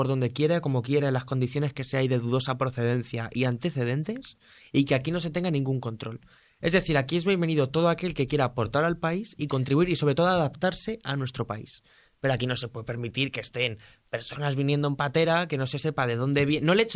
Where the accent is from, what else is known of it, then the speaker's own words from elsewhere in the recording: Spain; born there; Yo, si no hubiese nacido en España, lo hubiese deseado.